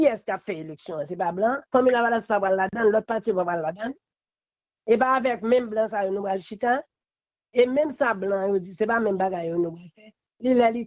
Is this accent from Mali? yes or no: no; Haiti; en tant que haïtien seulement, que nous avons.